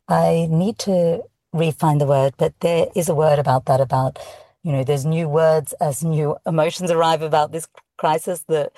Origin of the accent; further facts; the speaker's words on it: Australia; And obviously, as an Australian, many of us live on the coastline and have this deep longing to return to the ocean.